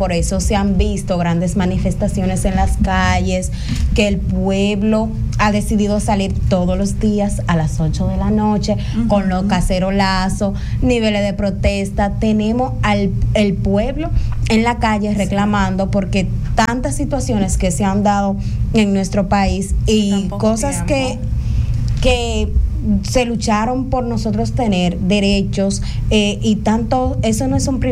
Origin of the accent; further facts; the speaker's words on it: Dominican Republic; now in Santo Domingo, Dominican Republic; como dominicanos y dominicanas